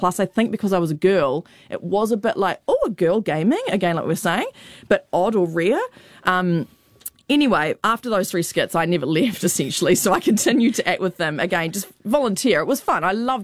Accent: New Zealand

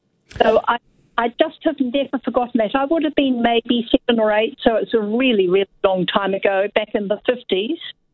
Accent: Kaikohe, Northland, New Zealand; I grew up in Kaikohe in the far north.

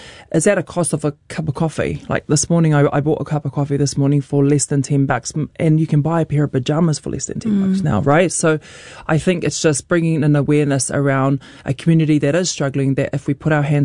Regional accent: Mangere, Auckland, New Zealand; also born or lived in Rotorua; It's home for me. It's my community. I was born in Rotorua, but brought up in Mangere, South Auckland.

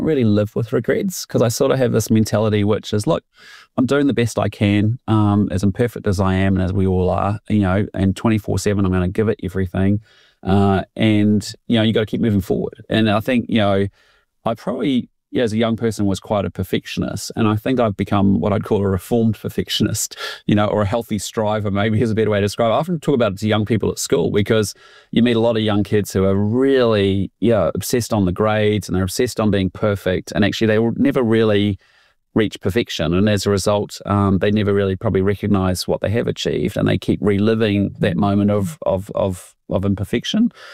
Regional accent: Christchurch, Canterbury, New Zealand; I'm a boy from Bishop Dale, Christchurch, who got to travel and live all around the world doing incredible things

